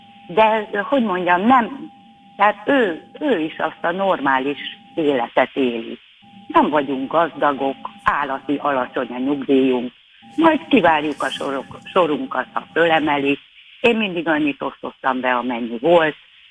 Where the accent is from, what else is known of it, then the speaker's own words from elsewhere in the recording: Budapest, Hungary; born there; imádom Kőbányát, én oda születtem egyébként